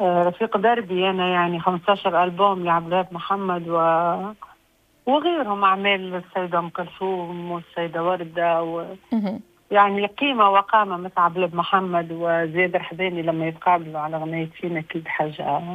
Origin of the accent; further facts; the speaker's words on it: Tunisia; أنا بنت تونس، الأخ تونس مفتحة على كل الثقافات العالمية. أنا متربية في بلادي، فذاك علي شديتك التنوع ذاك وكبرت به معناتها.